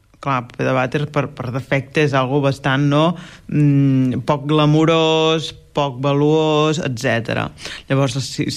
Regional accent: Blancafort, Catalonia, Spain; Tu ja saps que jo soc de Blancafort … modista de Blancafortina, poble de 400 habitants, al Conca de Barberà.

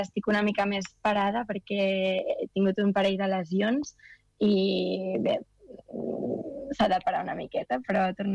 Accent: Mataró, Catalonia, Spain; moved away as an adult; now in Geneva, Switzerland; és la ciutat que t'ha vist créixer

